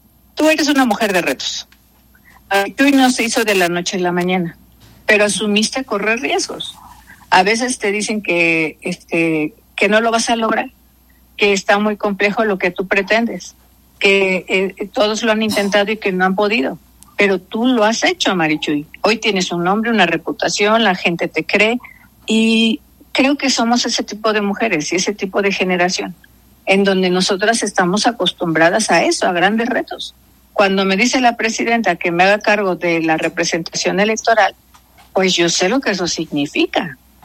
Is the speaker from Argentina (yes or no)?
no; Guerrero, Mexico; moved away; hoy empiezo regresando en donde yo dejé mi semilla, mi ombligo y mi corazón, que es mi patria chica y que es Guerrero.